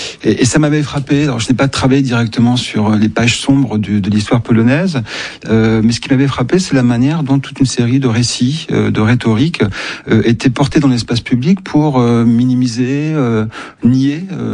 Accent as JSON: {"language": "French", "country": "France", "said": "Et moi, je suis français, chercheur, travaillant sur un certain nombre de sujets"}